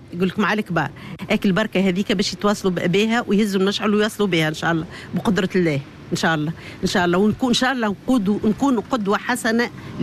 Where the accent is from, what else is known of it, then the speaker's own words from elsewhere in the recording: El Guettar, Gafsa Governorate, Tunisia; born there; moved away as an adult; also born or lived in Tunis; عشت طفولتي في القطار، أنا من اللي أنا صغيرة ولدت في قفصة لمحالة، وما توفى بابا من في قفصة أنا عمري في 9 سنين، رجعنا للقطار وكبرت في القطار